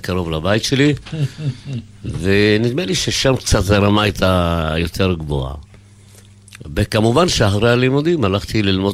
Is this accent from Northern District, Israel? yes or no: no; Ramat HaSharon, Tel Aviv District, Israel; אני נולדתי במורשה ברמת השרון.